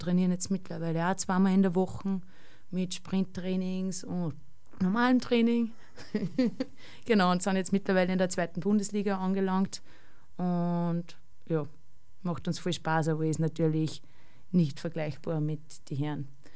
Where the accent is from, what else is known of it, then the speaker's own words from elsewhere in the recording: Vöcklabruck, Upper Austria, Austria; es ist nach wie vor auch bei uns in Vöcklabruck so, dass viel über den Schulsport einfach gemacht wird.